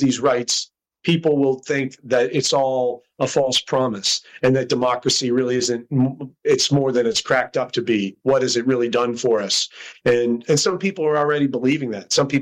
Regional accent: Morgantown, West Virginia, United States; born there; I was born in Morgantown, and my mom's from Greenbrier County, more far southern, St. Nicholas, Greenbrier areas. My dad's from up in Altoona, PA, railroad country. And they met up around Morgantown, so that's where I came

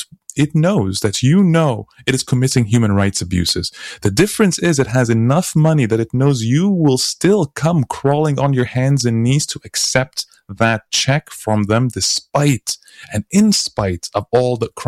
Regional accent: Bahrain; I grew up in the Gulf. I spent 10 years in Bahrain.

